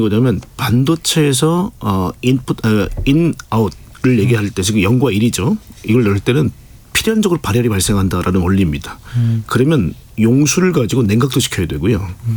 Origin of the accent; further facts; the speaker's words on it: Seoul, South Korea; 서울 사람이라서 그런지 몰라 지역감정이 별로 없습니다.